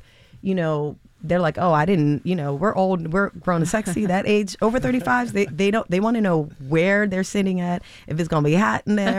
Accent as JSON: {"language": "English", "region": "Pennsylvania", "country": "United States", "tie": "born or raised there", "also_born_or_lived": "Philadelphia", "said": "Growing up, you know, I actually grew up in the suburbs of Philly."}